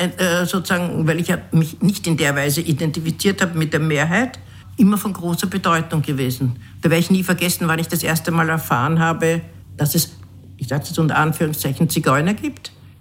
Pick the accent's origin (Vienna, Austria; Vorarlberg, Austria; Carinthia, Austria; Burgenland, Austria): Vienna, Austria; born there; Wir sind eine sehr dunkle, also für österreichische Verhältnisse dunkle Familie. Und das war früher viel auffallender, weil ja eigentlich die Wiener Bevölkerung sehr homogen war